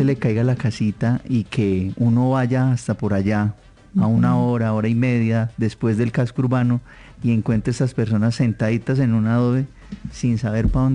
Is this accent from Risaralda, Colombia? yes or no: yes; Apía, Risaralda, Colombia; Yo soy de Apia Risaralda, sí. De la vereda San Carlos, de sector El Hoyo